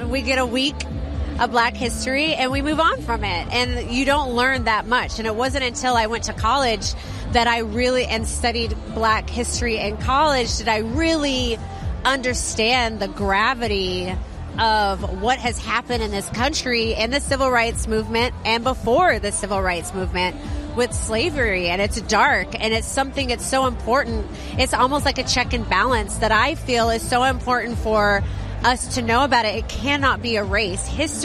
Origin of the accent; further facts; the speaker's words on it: Texas, United States; I'm a millennial, and I grew up in Texas